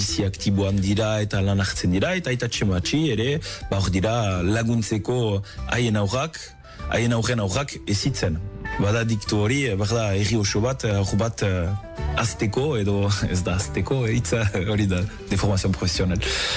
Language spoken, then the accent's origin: Basque; Bayonne, Nouvelle-Aquitaine, France; Azken finean, Baionakoa naiz, eta bo, garai batez barri izan dut urrundu Baionatik